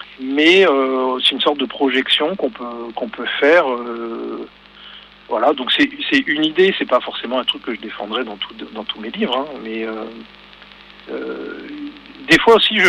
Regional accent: Brittany, France; Moi, je suis pas quelqu'un de la montagne. Je viens de Bretagne

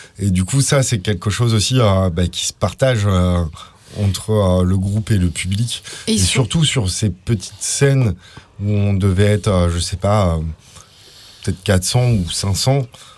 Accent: Paris, Île-de-France, France; je viens de Paris, je vais quand même parler des compatriotes de Bordeaux, quoi.

